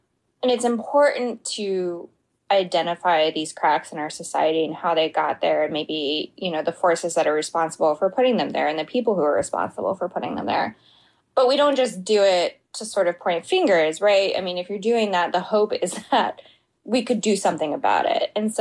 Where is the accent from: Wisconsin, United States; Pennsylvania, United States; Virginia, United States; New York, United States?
Virginia, United States; But growing up where I did, and specifically learning about th